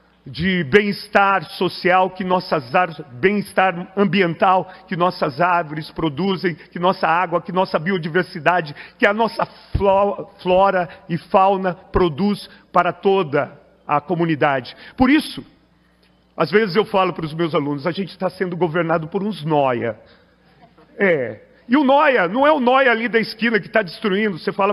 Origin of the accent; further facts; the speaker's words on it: Paraná, Brazil; now in Juquitiba, Brazil; eu sou paranaense e encontrei lá lugar de acolhida.